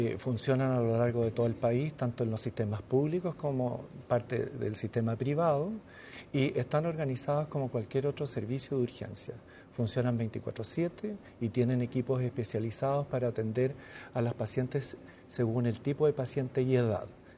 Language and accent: Spanish; Chile; como población chilena por lo menos estamos profundamente afectados en términos metabólicos